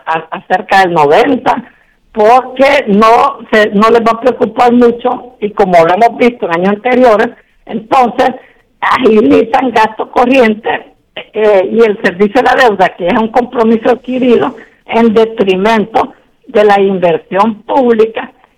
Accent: Honduras; nosotros los hondureños

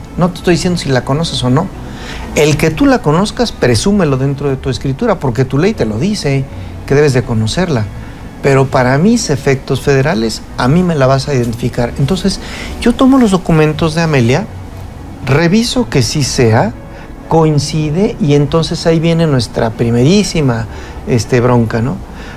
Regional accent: Mexico; la hicimos nosotros como mexicanos

